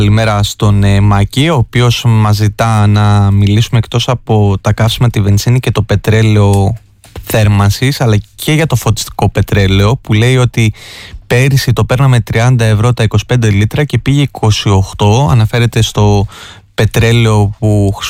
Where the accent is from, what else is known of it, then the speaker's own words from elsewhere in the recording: Thessaloniki, Central Macedonia, Greece; moved away; Βαγγέλη, και εγώ είμαι από την Σαλονικά. Όταν ήρθα εδώ μέσα στη δυσφορία και στη μελαγχολία